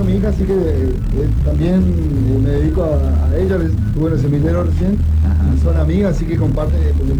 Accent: San Martín 2, Formosa, Argentina; born there; now in Formosa, Argentina; Soy nacido en San Martín 2, pero bueno, viví en muchos lugares y ahora estoy en Capital, en Formosa Capital.

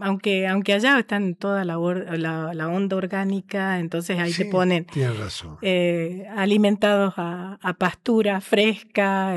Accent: Argentina; now in United States; cuando se enteran que soy de Argentina

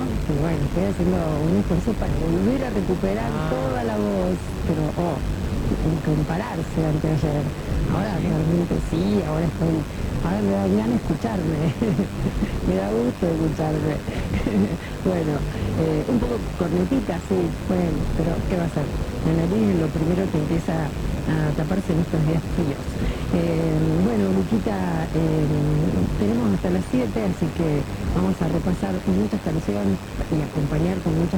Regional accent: Córdoba, Argentina; moved away; ¿Por dónde dijo la zona de las Varillas? ¡Ay, qué lindo! Ese de mis pagos.

